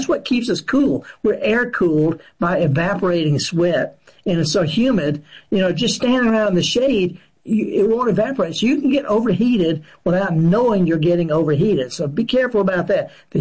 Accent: Baton Rouge, Louisiana, United States; He's from my hometown in Baton Rouge.

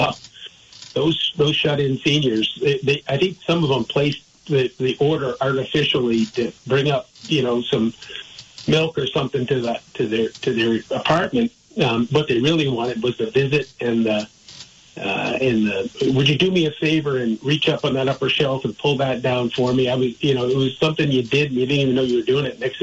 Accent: Vermont, United States; also born or lived in Massachusetts; When I grew up in Vermont, I wanted to go to college in Vermont

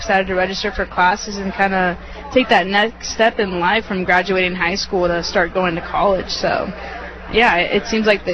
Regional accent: Rocklin, California, United States; So, I'm from Rockland. I work at the main campus.

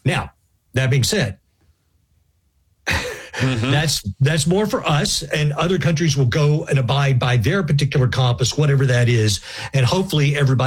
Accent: Texas, United States; in my home state of Texas, it's a big question because we have a lot of data centers

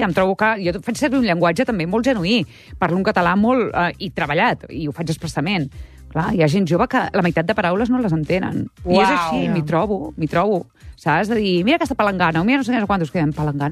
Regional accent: Premià de Mar, Catalonia, Spain; L'última Premià de Mar a casa meva, al meu poble.

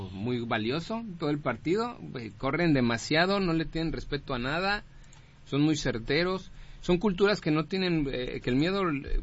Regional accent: Mexico; Eso quiere decir que hay un montón de porris y que somos muchos mexicanos.

